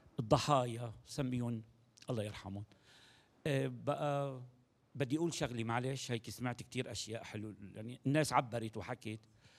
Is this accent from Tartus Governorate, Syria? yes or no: yes; Tartus, Tartus Governorate, Syria; moved away as an adult; also born or lived in Aleppo; وغادرت طرطوس مدينتي بال2012 بالشهر الثاني.